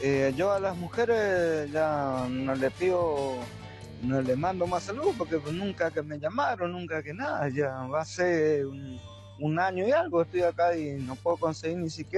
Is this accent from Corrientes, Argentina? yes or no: yes; Corrientes, Argentina; born there; moved away as an adult; Yo soy nacido en Mirasoro, Corrientes.